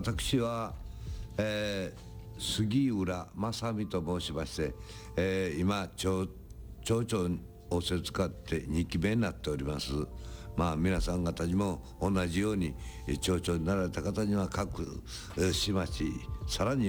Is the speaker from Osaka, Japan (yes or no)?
no; Seika, Kyoto, Japan; 生まれも育ちも青果町から外へ出たことないんです、だから箱入り中形じゃないんですけども、青果町しか知らない。